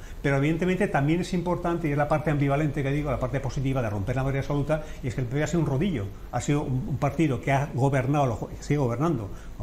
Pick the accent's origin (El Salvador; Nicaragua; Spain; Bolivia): Spain; San Fernando, Andalusia; o en San Fernando, en mi pueblo